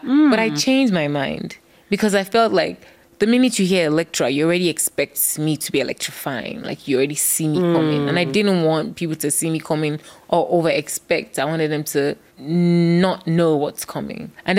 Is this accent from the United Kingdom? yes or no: no; Nigeria; We come from Nigeria now. Like, who wants to be a musician at that time?